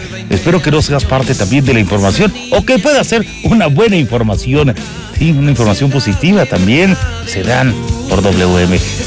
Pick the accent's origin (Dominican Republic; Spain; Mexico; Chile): Mexico; Chiapas; Felicidades a todos quienes somos chiapanecos y nos sentimos con orgullo mexicanos.